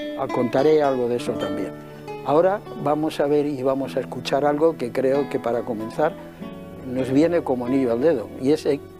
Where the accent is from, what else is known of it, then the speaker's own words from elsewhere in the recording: Madrid, Community of Madrid, Spain; nosotros vivíamos donde nací, muy cerca de Rosales, en el barrio de Argüelles, entre Rosales y la Plaza España, y en una calle que se llamaba Víctor Pradera de Soltera, ahora es Juan Álvarez Mendizábal.